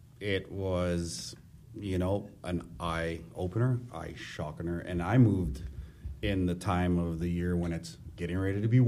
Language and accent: English; Hawaii, United States; I'm from Hawaii.